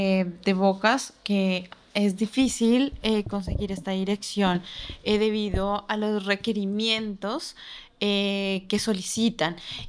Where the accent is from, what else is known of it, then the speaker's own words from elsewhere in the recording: Colombia; Soy de Colombia.